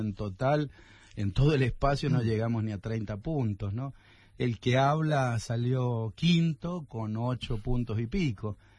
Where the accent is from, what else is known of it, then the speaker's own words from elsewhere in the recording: Jáchal, San Juan, Argentina; todos los que somos de acá, de Hachal